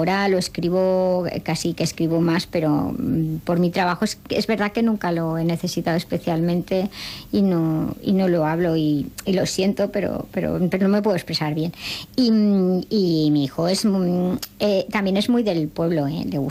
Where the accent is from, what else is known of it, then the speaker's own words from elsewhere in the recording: Aragon, Spain; toda la adolescencia y los 20 años en un pueblo como el mío, que tienes cerca Huesca, Zaragoza